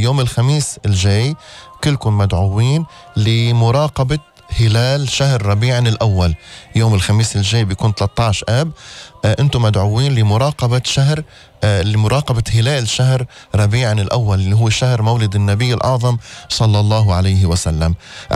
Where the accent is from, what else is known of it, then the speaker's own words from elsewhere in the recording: Lebanon; بلدنا لبنان، لبنان الغالي